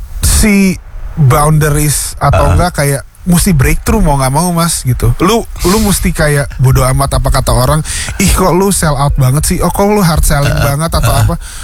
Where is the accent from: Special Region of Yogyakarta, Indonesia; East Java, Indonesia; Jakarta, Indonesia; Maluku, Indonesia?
Jakarta, Indonesia; Gue asli Jakarta.